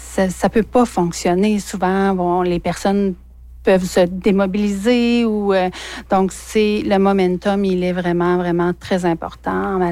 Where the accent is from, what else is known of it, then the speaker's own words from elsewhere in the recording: Quebec, Canada; chez nous, en Abitibi-Témiscamingue